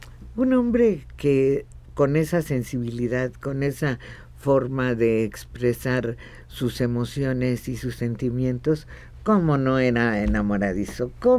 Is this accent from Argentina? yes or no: no; Mexico